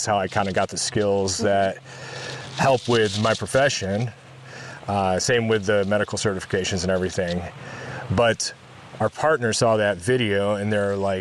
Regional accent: Michigan, United States; moved away as an adult; also born or lived in Dover, Delaware; now in Alaska, United States; I've lived here in Alaska for about 15 years now, so I'd like to think that I'm a local, but I was born and raised in Michigan.

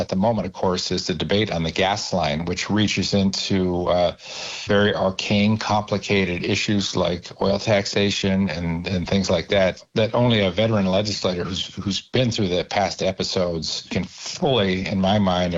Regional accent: Dillingham, Alaska, United States; the Bristol Bay region where I'm from.

